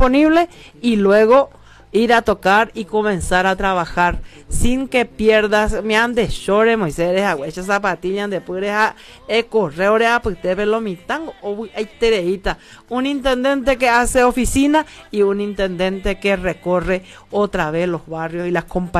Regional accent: Carapeguá, Paraguarí, Paraguay; moved away; sueño con volver otra vez a mi tierra, a Carapeguá.

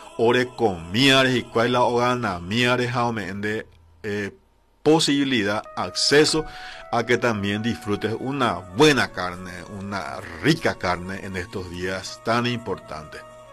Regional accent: Carapeguá, Paraguarí, Paraguay; mi orgullo como carapegüeño y como paraguayo

